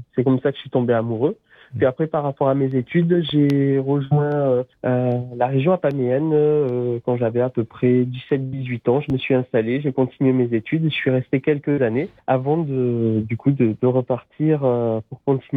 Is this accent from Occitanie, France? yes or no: yes; Toulouse, Occitanie, France; born there; Écoute, non, je suis né à Toulouse.